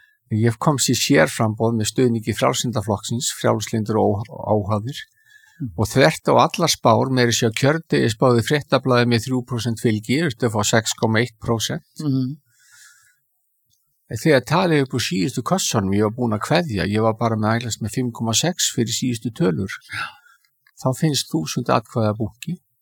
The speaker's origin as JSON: {"language": "Icelandic", "town": "Reykjavík", "region": "Capital Region", "country": "Iceland", "tie": "born or raised there", "said": "Ég er alinn upp í Skaftahlíðinni sem er mitt á milli þessa gamla framvallar og valsvallarins undir Öskjuhlíðinni."}